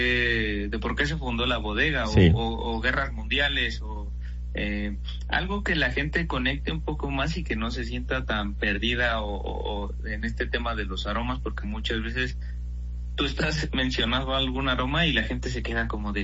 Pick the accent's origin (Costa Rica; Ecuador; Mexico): Mexico; nosotros como mexicanos, pues crecimos con una cultura en la cual tenemos frutas increíbles, flores, especias